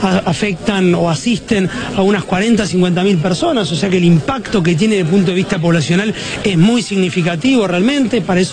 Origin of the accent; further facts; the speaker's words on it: Canelones, Uruguay; como canario agradecemos y mucho.